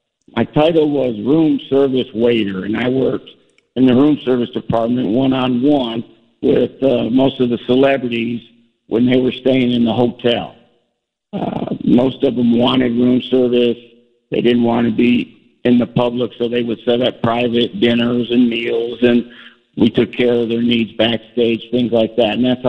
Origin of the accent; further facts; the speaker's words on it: Kalamazoo, Michigan, United States; now in Las Vegas, United States; raised, I think, maybe about an hour and a half drive from Chicago in Kalamazoo, Michigan.